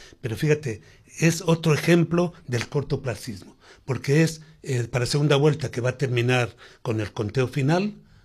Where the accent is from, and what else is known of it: Peru